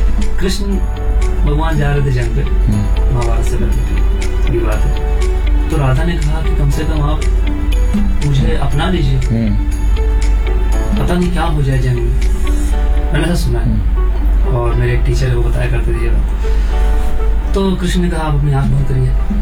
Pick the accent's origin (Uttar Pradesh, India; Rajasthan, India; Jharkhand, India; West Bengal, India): Uttar Pradesh, India; Lucknow; मैं जैसे मैं लखनऊ से हूँ, तो उर्दू थोड़ी अच्छी ग्रिप है उर्दू पे